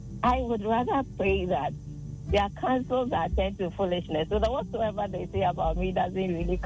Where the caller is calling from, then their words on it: Weija, Greater Accra, Ghana; I'm calling from Weja.